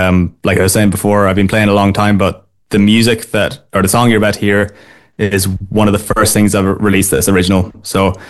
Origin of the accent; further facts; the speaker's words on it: Northern Ireland, United Kingdom; moved away as an adult; also born or lived in Cork; now in Dublin, Ireland; Yeah, so I'm from Fermanagh originally, but I've been living in Dublin basically since college. I took a year abroad and lived in Cork for a year.